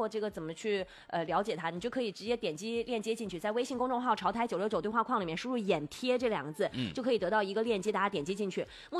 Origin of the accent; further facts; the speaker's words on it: Inner Mongolia, China; moved away; 去我内蒙古哪里啊？内蒙古很大，去了我们锡林郭勒草原吗？前段时间不是有一个听众有真实的去到我的家乡，